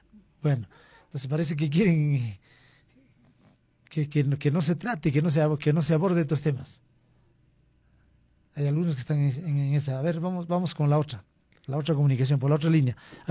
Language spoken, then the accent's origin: Spanish; Peru; nosotros como peruanos